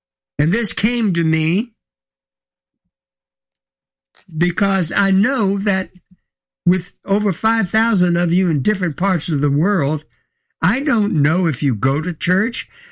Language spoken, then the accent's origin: English; Baton Rouge, Louisiana, United States; moved away; I was invited in my hometown of Baton Rouge to preach.